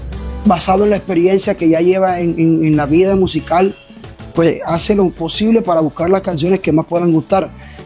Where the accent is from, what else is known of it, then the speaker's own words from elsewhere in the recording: Fundación, Magdalena, Colombia; Fundación porque es mi pueblo